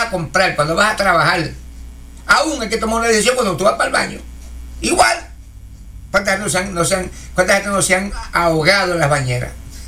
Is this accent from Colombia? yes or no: no; Puerto Rico; moved away; como decimos allá en Puerto Rico